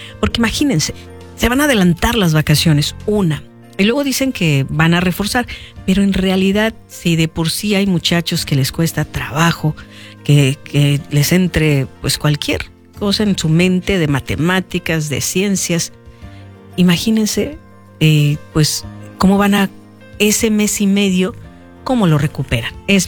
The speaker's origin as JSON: {"language": "Spanish", "country": "Mexico", "said": "nosotros los mexicanos"}